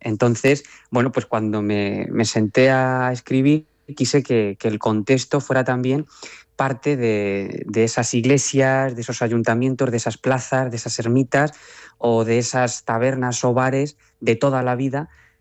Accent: Lillo, Castilla-La Mancha, Spain; now in Talavera de la Reina, Spain; mi pueblo, que es donde me he criado

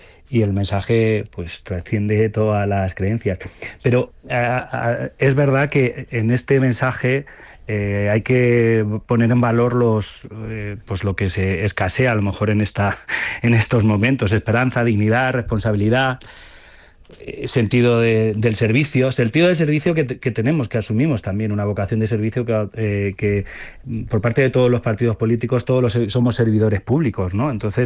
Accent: Spain; Pero como católico y como español

